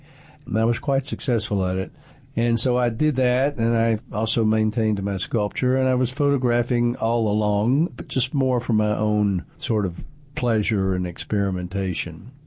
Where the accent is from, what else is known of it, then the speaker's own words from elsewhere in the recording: Chattanooga, Tennessee, United States; In Chattanooga, when I went to Baylor and graduated in 71, and there was nothing to do with art there.